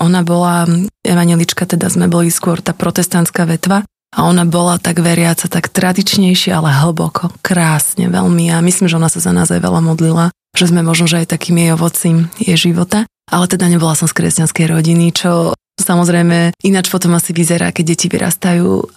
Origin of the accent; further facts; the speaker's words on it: Piešťany, Trnava Region, Slovakia; moved away as an adult; now in Bratislava, Slovakia; Ja pochádzam z Piešťan, z malého kúpeľného mesta pri Bratislave a už žijem teraz 22. rok v Bratislave, v našom hlavnom meste od vysokej školy, v podstate som tu už zostala. Už by som povedala, že už som taká bratislavčanka